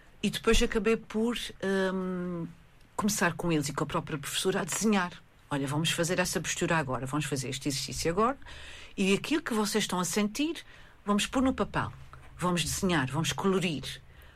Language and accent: Portuguese; Azores, Portugal; now in Santa Maria, Azores, Portugal; eu não sou Mariense, eu não sou de Santa Maria. Eu sou Miquelense, eu sou de São Miguel. A minha casa realmente agora é Santa Maria, mas a minha casa, né, a minha família, as minhas raízes estão lá. Okay? Por isso eu sou de lá e continuo a ser de lá.